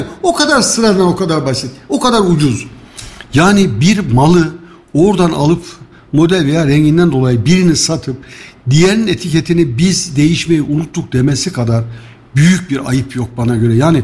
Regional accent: Kayseri, Turkey; Sonra dedim ki ya ben Kayseri'liyim yani, damarımız tuttu bu işte.

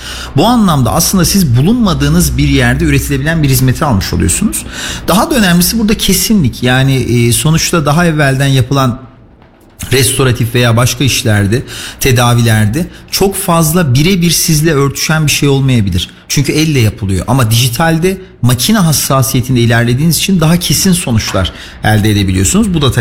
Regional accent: Mersin, Turkey; moved away as an adult; also born or lived in Istanbul / Northern Cyprus; now in Kayseri, Turkey; 99 yılında Mersin'de doğdum. İlk orta ve lise öğrenimi orada tamamladım.

